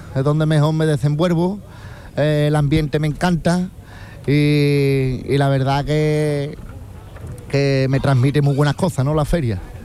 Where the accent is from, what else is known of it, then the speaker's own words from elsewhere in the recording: Sanlúcar de Barrameda, Andalusia, Spain; Sanlúcar, que allí, pues la verdad que en mi tierra, pues estoy todos los días trabajando.